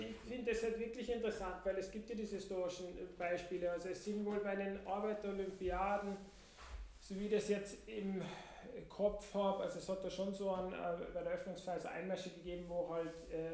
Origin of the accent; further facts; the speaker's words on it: Austria; wenn man für das deutsche Team ist, sage ich jetzt als Österreicher.